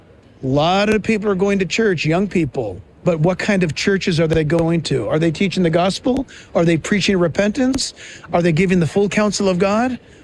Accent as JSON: {"language": "English", "region": "California", "country": "United States"}